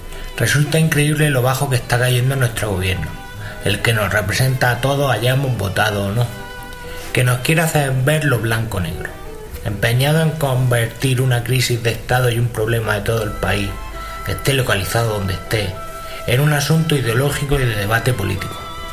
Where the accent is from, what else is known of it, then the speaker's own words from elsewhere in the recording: Spain; los españoles, aunque bravos, siempre hemos sido medio tontos